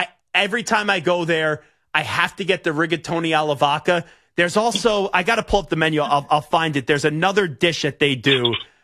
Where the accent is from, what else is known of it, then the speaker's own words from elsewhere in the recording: Commack, New York, United States; born there; moved away; I attended Comac High School. Actually going back to Comac this weekend.